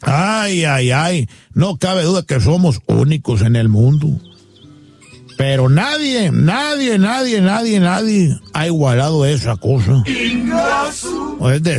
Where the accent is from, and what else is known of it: Mexico